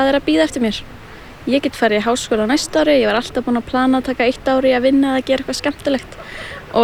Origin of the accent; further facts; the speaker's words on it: Húsavík, Northeastern Region, Iceland; ég er 19 ára og kem frá Húsavík.